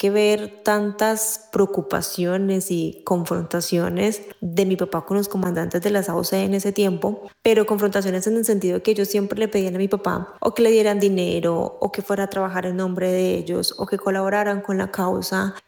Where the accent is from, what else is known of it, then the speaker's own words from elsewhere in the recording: Colombia; moved away as an adult; now in Bremen, Germany; Mi infancia en Colombia, hermosa. Yo recuerdo cuando mi papá nos llevó para el campo, eso fue más o menos en el año 2000